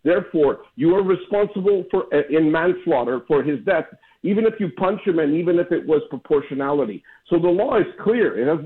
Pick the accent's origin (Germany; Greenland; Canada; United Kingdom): Canada; I'm a Canadian. I'm up north.